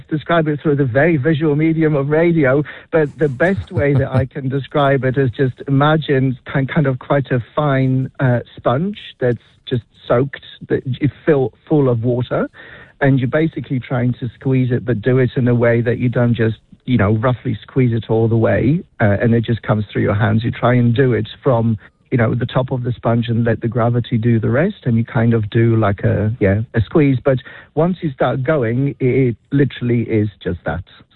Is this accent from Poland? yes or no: yes; Poland; English is a second language; now in New Zealand; You can probably guess from my accent that I don't exactly come from New Zealand. So I grew up in a little town in southwestern of Poland, where my parents did have a little farm in the hills.